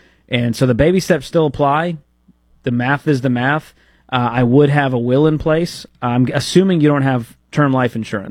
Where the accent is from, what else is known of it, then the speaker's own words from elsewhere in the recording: Boston, Massachusetts, United States; I mean, I'm from the Boston area.